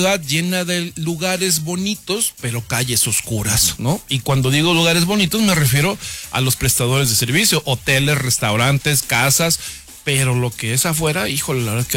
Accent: Jojutla, Morelos, Mexico; now in Cuernavaca, Mexico; Yo nací aquí en Cuernavaca. Desde chiquito me llevaron a Jojutla y la verdad me siento orgulloso porque tuve una crianza en un pueblo grande, como le puedo denominar, porque son 100,000 habitantes, no es tan chiquito

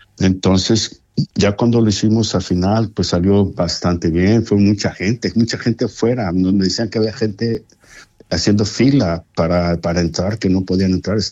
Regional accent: Mexico; moved away; la comunidad mexicana que tenía desde hace años, hace de 40 años, éramos como 15 mexicanos acá

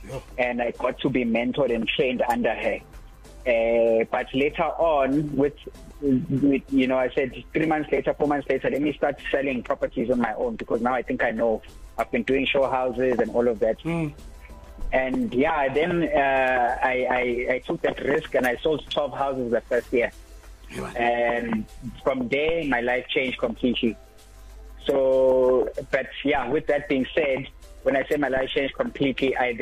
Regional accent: Brakpan, Gauteng, South Africa; I am entrepreneurial I was raised in Brakpan here in East Rand my dad has a farm there

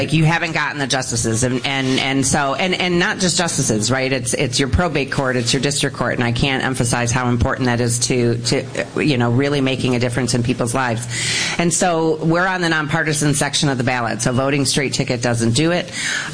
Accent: Lansing, Michigan, United States; moved away as an adult; now in Detroit, United States; I did appellate law here in Detroit, and I grew up in Lansing.

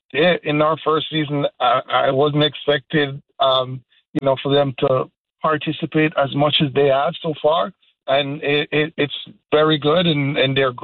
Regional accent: Jamaica; now in United States; I can safely say I am a product of a Connecticut youth soccer. I played at Oakwood. And when I came over from Jamaica, I played at Oakwood

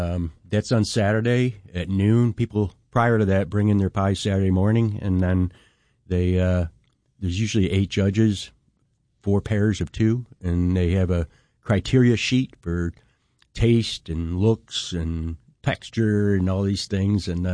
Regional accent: Naples, New York, United States; I grew up in Naples.

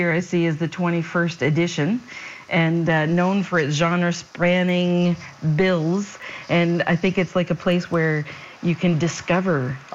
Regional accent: Blacks Harbour, New Brunswick, Canada; but I grew up in Black's Harbor, so in the fog myself.

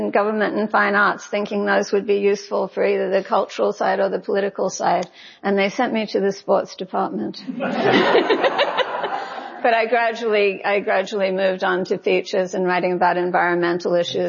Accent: Sydney, New South Wales, Australia; also born or lived in Baltimore?; Growing up in Sydney, I didn't know anyone who was.

